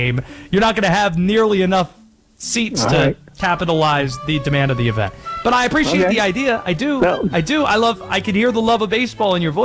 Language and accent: English; North Carolina, United States; Hey, I'm from North Carolina, man.